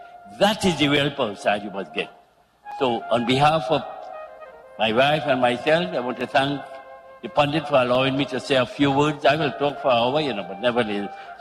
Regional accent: Arima, Trinidad & Tobago; I come quite from Arima.

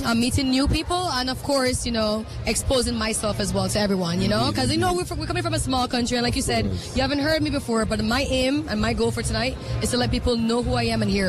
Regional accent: Belize; Yes, I'm from Belize.

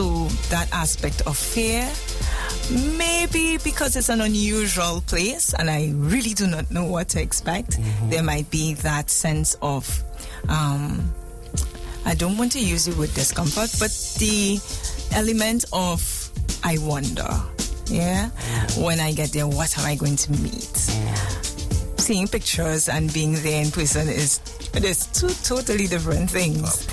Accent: Trinidad & Tobago; because I'm originally from Mearo.

